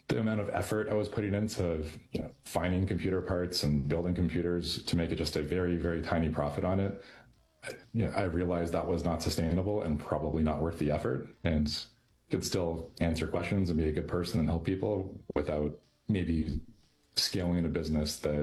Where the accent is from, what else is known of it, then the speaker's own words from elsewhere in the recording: Canada; moved away as an adult; now in United States; I grew up in Canada. I'm the oldest of three, and I moved down to the U.S. when I got married.